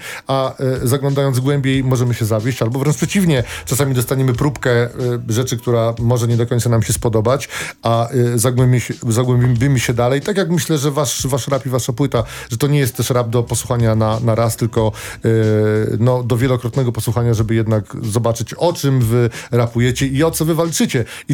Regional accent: Warsaw, Masovian Voivodeship, Poland; Dla mnie Mokotów w sercu

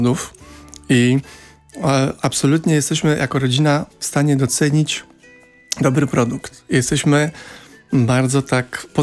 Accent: Białobrzegi, Masovian Voivodeship, Poland; jesteśmy z Białobrzegów nad Pilicą.

